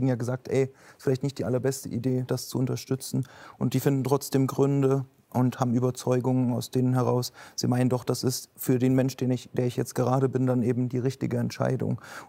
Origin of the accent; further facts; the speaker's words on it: East Germany, Germany; Also ich bin in der Wendezeit aufgewachsen, also mit Annexionserfahrungen aufgewachsen.